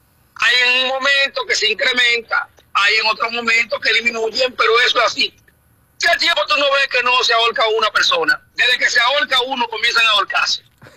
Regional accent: Dominican Republic

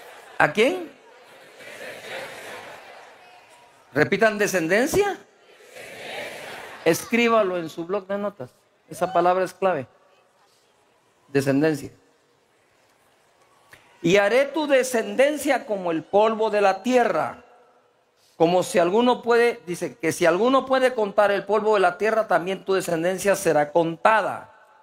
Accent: Guatemala; si soy chapín también, o mismo que voy a dejar de ser chapín aquí.

